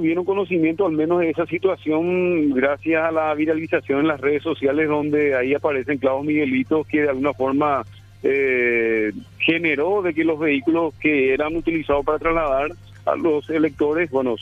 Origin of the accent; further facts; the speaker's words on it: Fram, Itapúa, Paraguay; Y en Fram tenemos, por supuesto, una característica única. Ahí hay una mezcla de razas, de creencias.